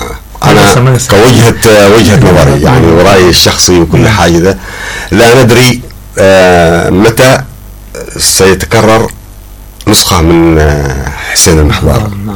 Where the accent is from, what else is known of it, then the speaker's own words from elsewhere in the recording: Do'an, Hadramaut, Yemen; انا من مواليد دوعن. وجيت من دوعن اللهجه حقنا كانت مختلفه عن لهجه الساحل